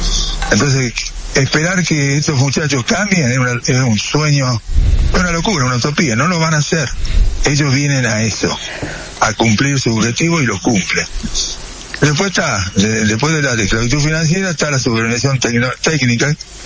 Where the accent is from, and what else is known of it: Argentina